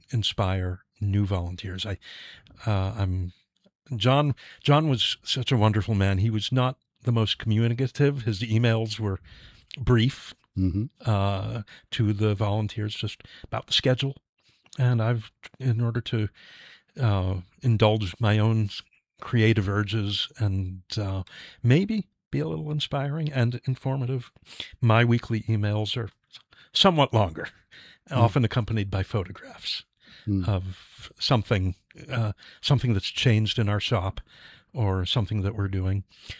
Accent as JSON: {"language": "English", "region": "New Jersey", "country": "United States", "tie": "born or raised there", "also_born_or_lived": "Bronx, New York", "moved": "as an adult", "lives_now": "Nashua, United States", "said": "I was born in the Bronx, New York, and grew up in New Jersey. Yeah."}